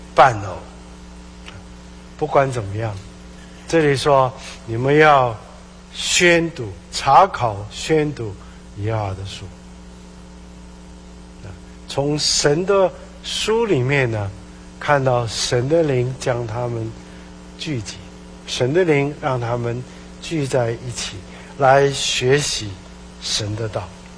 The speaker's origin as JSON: {"language": "Chinese", "country": "China", "said": "我们中国人说十年树木，百年树人。"}